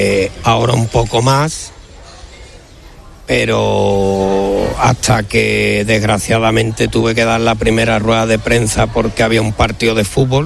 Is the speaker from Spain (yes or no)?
yes; Gerena, Andalusia, Spain; moved away; hace 15 días estuve en Sevilla, estuve en mi pueblo, en Gerena